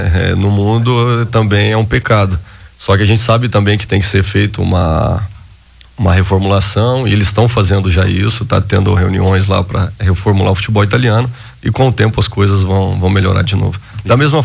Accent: Brazil; Eu, como brasileiro

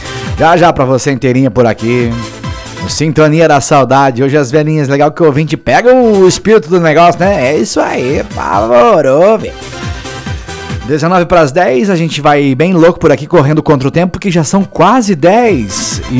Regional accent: Amazon, Brazil; nós somos da Amazônia. Imagina se não fosse da Amazônia.

